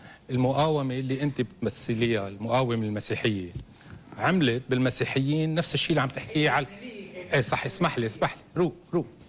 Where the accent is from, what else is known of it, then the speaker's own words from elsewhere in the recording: Lebanon; نحن عندنا بلبنان